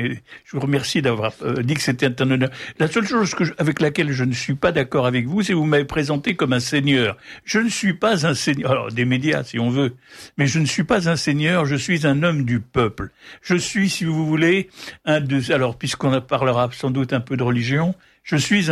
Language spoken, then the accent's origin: French; Paris, Île-de-France, France; Non, j'étais parisien, j'allais dans l'Aveyron pour les petites vacances.